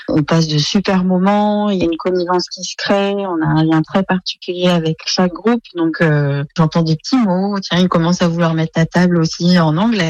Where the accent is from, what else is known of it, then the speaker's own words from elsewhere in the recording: France; Je suis française, mais mes études universitaires étaient autour de l'anglais.